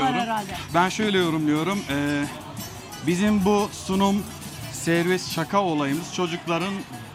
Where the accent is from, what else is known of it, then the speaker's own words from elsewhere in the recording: Kahramanmaraş, Turkey; also born or lived in Thailand / India / Singapore / Malaysia; Hiç Maraşlılara benzemiyorsun diyorlar ama Maraşlıyım